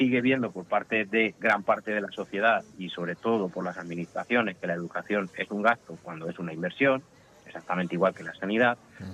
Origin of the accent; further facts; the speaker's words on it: Leganés, Community of Madrid, Spain; soy de Leganés